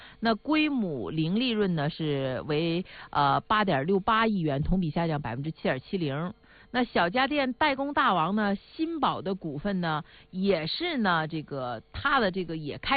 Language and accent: Chinese; Northeast China, China; 用我们东北话说